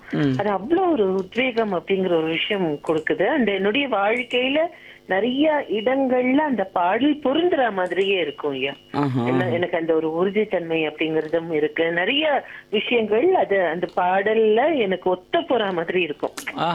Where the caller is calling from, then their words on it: Katpadi, Tamil Nadu, India; நான் வேலூர் மாவட்டம் கட்படையில் இருந்து